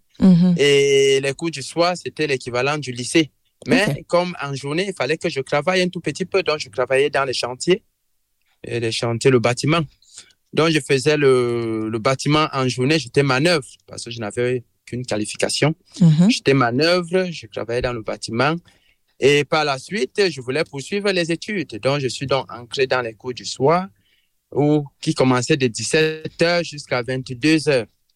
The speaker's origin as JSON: {"language": "French", "country": "Cameroon", "tie": "born or raised there", "also_born_or_lived": "Yaoundé", "moved": "as an adult", "lives_now": "France", "said": "1984, donc j'ai présentement 41 ans. Et je suis originaire du Cameroun"}